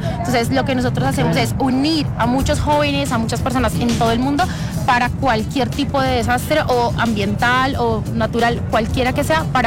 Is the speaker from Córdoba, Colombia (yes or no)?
no; Bogotá, Colombia; Yo soy de aquí de Bogotá.